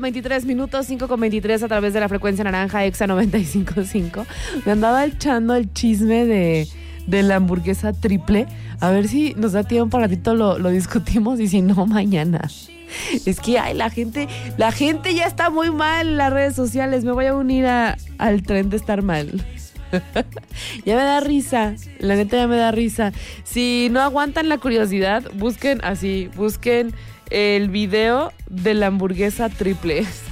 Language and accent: Spanish; Mexico